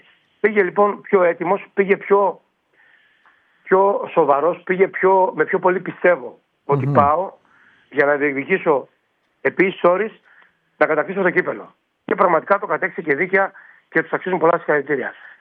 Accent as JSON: {"language": "Greek", "town": "Garipa", "region": "Crete", "country": "Greece", "tie": "born or raised there", "said": "Εγώ στο χωριό μου, τη Γαρίπα."}